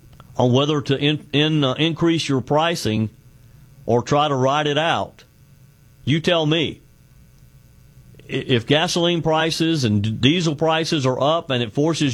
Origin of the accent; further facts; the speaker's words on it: South Carolina, United States; And here in my home state of South Carolina, the state legislature is about to reconvene